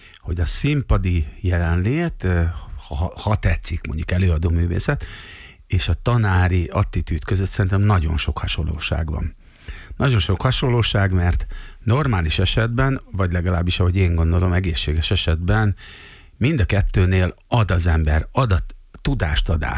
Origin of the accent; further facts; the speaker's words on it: Szeged, Csongrád-Csanád, Hungary; Szegedi vagyok, igen.